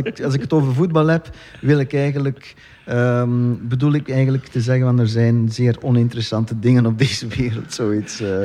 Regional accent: Flanders, Belgium; accent: Waasland; wij komen alle 2 van het Waasland.

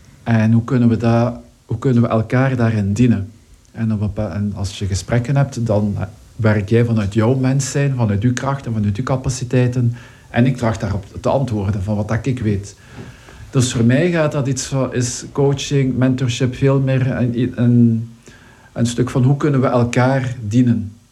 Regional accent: Bilzen, Flanders, Belgium; ik ben opgegroeid in Bilzen in Limburg.

